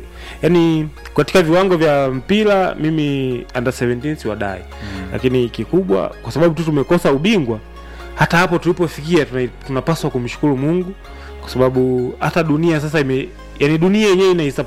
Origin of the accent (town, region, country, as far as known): Tanzania